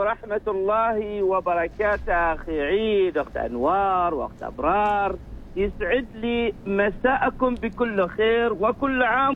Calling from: Bidbid, Ad Dakhiliyah, Oman; نحن في ولاية بدبد سواء في نفعة أو في فنجة

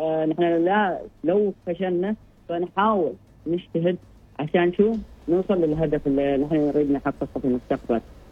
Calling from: Sohar, Al Batinah North, Oman

